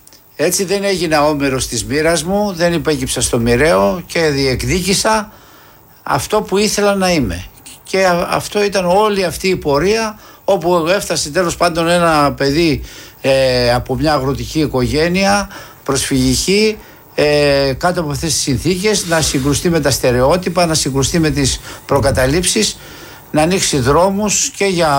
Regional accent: Greece; όταν μια παρέα μικρών παιδιών βρεθήκαμε στο ποτάμι στον Αχελό, είναι δίπλα στο χωριό μου

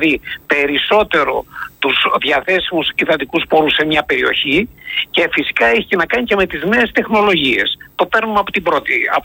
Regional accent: Mani, Peloponnese, Greece; την πατρίδα μου τη Μάνη, το Δήμο Ανατολικής Μάνης

